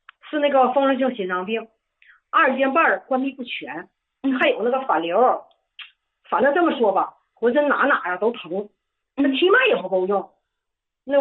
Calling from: Shenyang, Liaoning, China; 我是沈阳的。

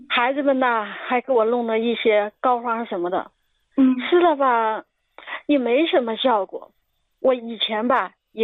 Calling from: Hubei, China; 我呀是一个一体多病的人，65岁了，我家是湖北这边的啊。

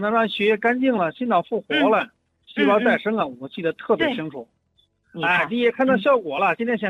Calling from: Baotou, Inner Mongolia, China; 我是包头的。

